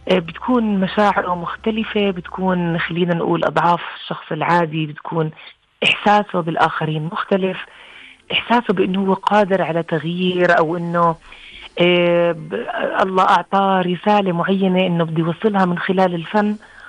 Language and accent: Arabic; Jordan; لأنه بتعرفي ما كان يعني عندنا بالأردن مكان إنه تقدري تتخصصي منه بشكل يعني أكاديمي